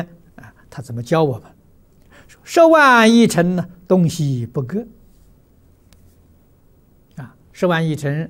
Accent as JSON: {"language": "Chinese", "country": "China", "said": "我们中国人"}